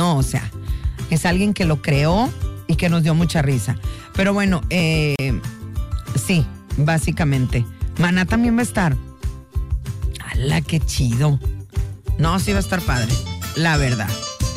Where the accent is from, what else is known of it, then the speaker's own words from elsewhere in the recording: San Luis Potosí, Mexico; Porque no es lo mismo la FENAWAP, que es la de mi tierra, que la FENAPO. Ustedes no lo saben, pero hay cierta hasta rivalidad, mijita. Los que somos potosinos no somos los mismos que somos huastecos.